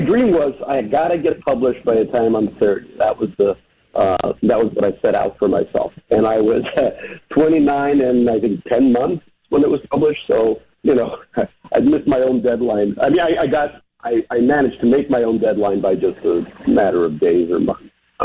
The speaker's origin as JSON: {"language": "English", "town": "Queens", "region": "New York", "country": "United States", "tie": "born or raised there", "also_born_or_lived": "Soviet Union", "said": "growing up in the Soviet Union and in Queens and going to Oberlin and all this other stuff."}